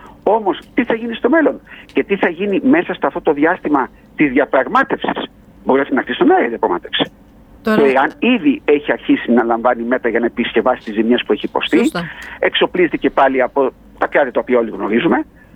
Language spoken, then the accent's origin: Greek; Greece; Εμείς είμαστε Έλληνες